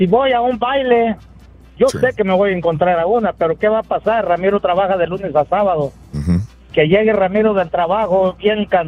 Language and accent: Spanish; Michoacán, Mexico; Yo soy de Michoacán, soy paisano de Cheque, González